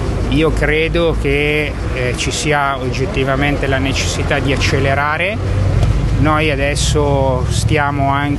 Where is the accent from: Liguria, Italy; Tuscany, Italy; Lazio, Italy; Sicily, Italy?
Liguria, Italy; Genoa; io sono qua presente dal 2014, sono membro di governo, sono di Genova